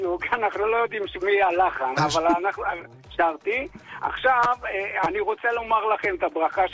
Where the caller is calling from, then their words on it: Tel Aviv, Tel Aviv District, Israel; אני מתל אביב